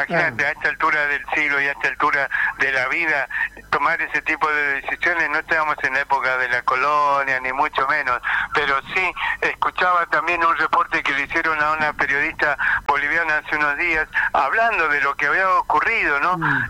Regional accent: Argentina; Todos somos argentinos

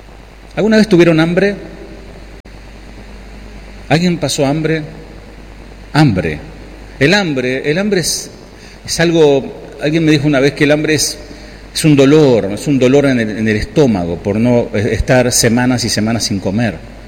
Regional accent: Berazategui, Buenos Aires Province, Argentina; Yo me crié en Berazategui.

